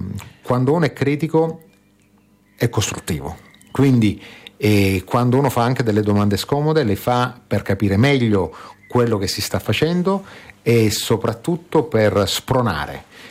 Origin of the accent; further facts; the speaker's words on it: Capo d'Orlando, Sicily, Italy; moved away as an adult; Sono siciliano, orgoglioso di esserlo, sono di Capodorlando, in provincia di Messina, di fronte alle bellissime isole Eolie.